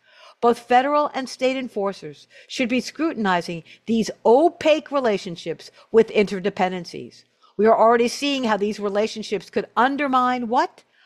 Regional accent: Bay Ridge, New York, United States; born there; I was born in Bay Ridge. And and where I was born in Bay Ridge, and I'm an old lady.

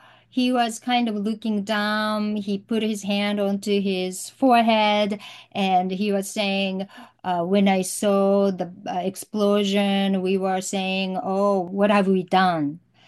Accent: Hiroshima, Japan; I think one thing, because I grew up in Hiroshima and in my classroom library, there were a couple of volumes of Barefoot Gam.

